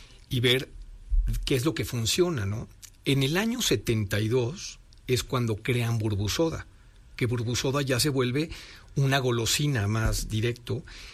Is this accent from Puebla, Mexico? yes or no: yes; Puebla, Mexico; realmente como poblanos, comiendo mole, que es chocolate con salado